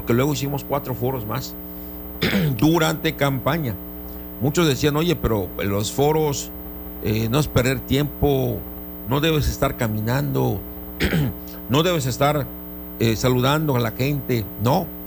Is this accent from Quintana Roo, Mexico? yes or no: yes; Cozumel, Quintana Roo, Mexico; nací en Cozumel, crecí en Cozumel, me desarrollé en Cozumel, a mí me tocó vivir un Cozumel, hoy estamos viviendo otro Cozumel